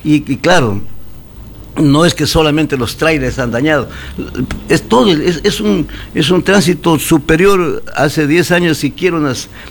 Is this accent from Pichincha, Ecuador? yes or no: no; Zamora-Chinchipe, Ecuador; soy zamorano chinchipense, y vivo aquí, viven mis hijos, viven mis amigos, viven todo el mundo